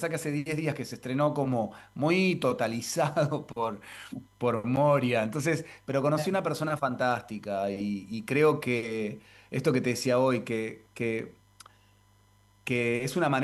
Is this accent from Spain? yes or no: no; Argentina